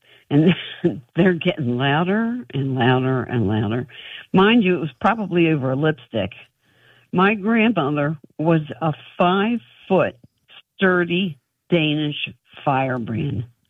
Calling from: Fort Lauderdale, Florida, United States; and I'm calling you from Fort Lauderdale, Florida.

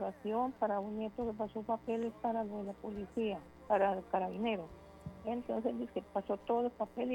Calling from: Venadillo, Tolima, Colombia; Acá en Veladillo, Tolima.

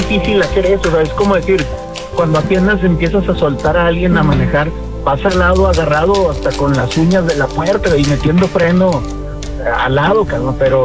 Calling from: Piedras Negras, Coahuila, Mexico; les hablo desde Piedras Negras, Coahuila.

